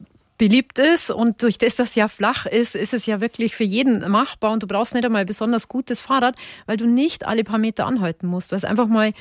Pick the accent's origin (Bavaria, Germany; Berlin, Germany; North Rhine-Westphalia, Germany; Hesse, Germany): Bavaria, Germany; für mich als Bayerin